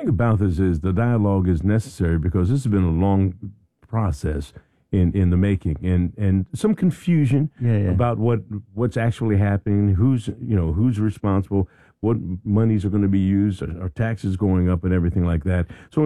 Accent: Philadelphia, Pennsylvania, United States; I am from Philadelphia, so what team would that be?

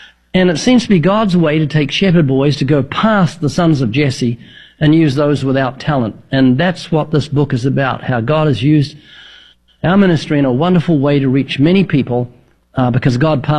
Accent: New Zealand; born there; accent: New Zealand; Yeah, it's right from my birth, how I was born twice in New Zealand. I've got a slight New Zealand accent, you'll notice.

